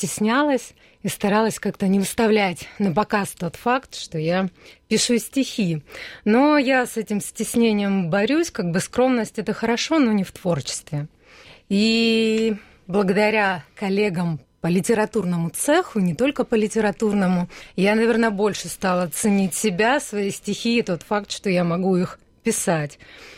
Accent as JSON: {"language": "Russian", "town": "Psebay", "region": "Krasnodar Krai", "country": "Russia", "tie": "born or raised there", "said": "прочитаю стихотворение, которое было написано в мой очередной приезд на мою малую родину. Я родилась в поселке с таким же немелодичным названием, как и моя фамилия. Это поселок Псибай. Очень маленькое место в горах на Кавказе."}